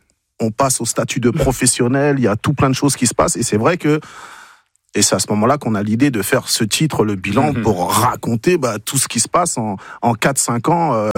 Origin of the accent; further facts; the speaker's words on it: Garges-lès-Gonesse, Île-de-France, France; Nous, on a grandi à Gare Charcel, banlieue parisienne, dans le 95.